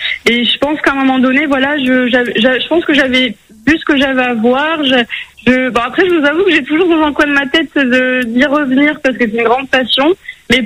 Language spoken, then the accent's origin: French; Saint-Pierre, Réunion; also born or lived in Toulouse, France; now in Montpellier, France; Non, parce que alors moi je suis née à Toulouse, mais par contre j'ai grandi 20 ans à La Réunion.